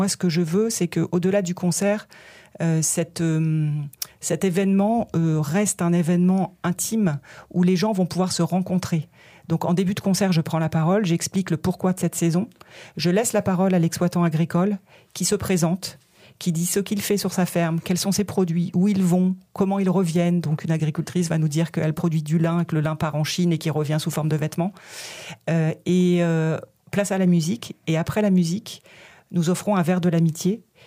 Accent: Normandy, France; je suis normande moi-même

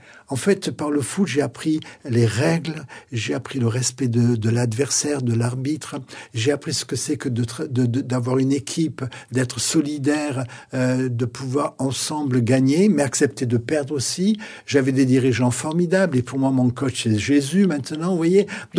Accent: Marseille, Provence-Alpes-Côte d'Azur, France; born there; Mes parents sont nés en France, je suis né en France, à Marseille. J'ai fait un travail sur moi-même d'intégration à la société française.

